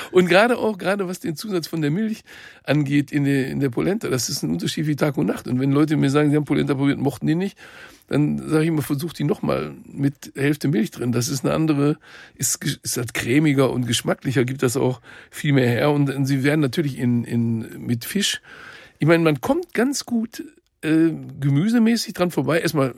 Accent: North Rhine-Westphalia, Germany; Bei uns im Ruhrgebiet früher ist das, da kriegt er lange Zähne.

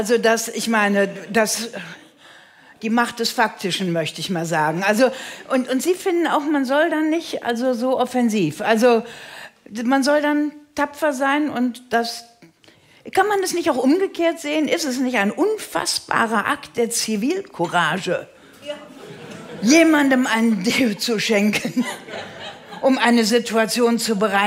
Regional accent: Rhineland, Germany; Ja, ich bin aus dem Rheinland.

